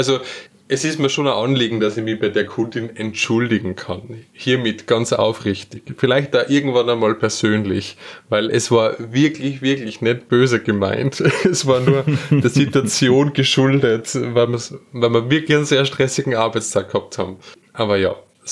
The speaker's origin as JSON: {"language": "German", "country": "Austria", "said": "gerade als Österreicher ist man ja so stolz auf sein Gebäck."}